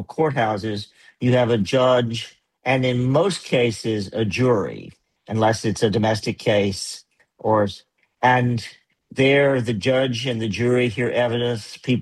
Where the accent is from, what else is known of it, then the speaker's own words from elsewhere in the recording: Yancey County, North Carolina, United States; also born or lived in Lenoir, North Carolina; I was born in rural Yancey County. I grew up on Price's Creek and lived there until I was 15 years old